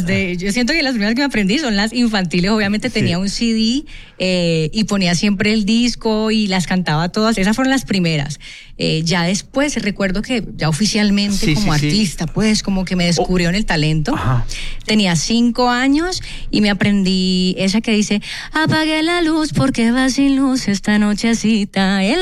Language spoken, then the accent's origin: Spanish; Cali, Valle del Cauca, Colombia; born or raised there